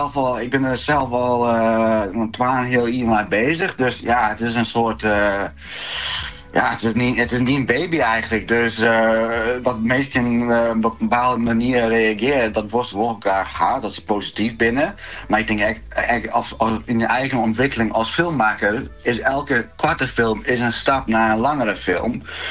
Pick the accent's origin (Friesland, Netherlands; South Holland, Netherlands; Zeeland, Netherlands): Friesland, Netherlands; moved away; also born or lived in South Africa; En dan ben ik nog Fries, ben ik dan Nederlands of ben ik eigenlijk Zuid-Afrikaans?